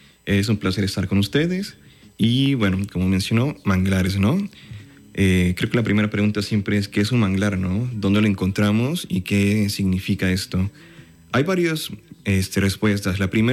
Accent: Alvarado, Veracruz, Mexico; aunque soy de Alvarado, ¿no? Soy alérgico.

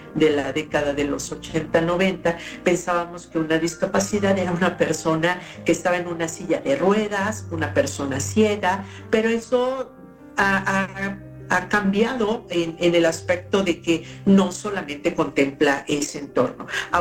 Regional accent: Mexico

